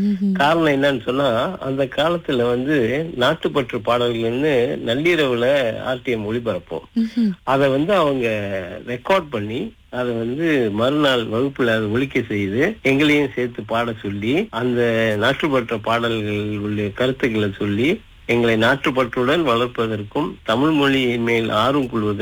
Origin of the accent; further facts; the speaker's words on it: Malacca, Malaysia; நான் வந்து மலாக்கா இருக்கக்கூடிய புக்கிதாசகான் தோட்டத்துல பக்கத்துல ஓசிங் சான் என்ற ஒரு சீனர் தோட்டத்துல பிறந்து வளர்ந்தேன்.